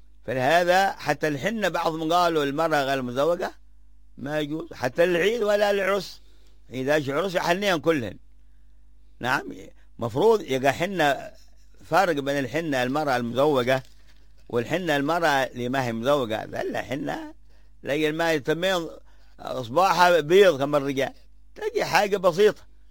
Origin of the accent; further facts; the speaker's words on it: Hadhramaut, Yemen; العذراء عندنا في حضرموت لا تزين بأي زينة